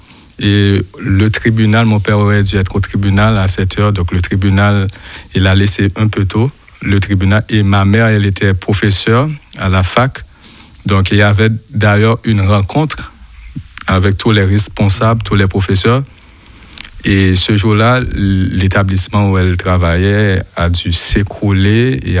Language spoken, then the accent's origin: French; Port-au-Prince, Ouest, Haiti; moved away as an adult; now in Marseille, France; Je suis haïtien, donc je suis né à Port-au-Prince et j'ai fait des études de droit. Donc j'ai eu ma licence en Haïti et j'ai commencé à travailler en Haïti.